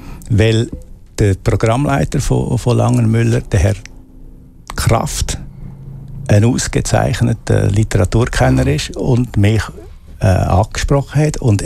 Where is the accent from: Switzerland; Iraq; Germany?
Switzerland; Aargau; im Kanton Aargau, wo ich bin ein Aargauer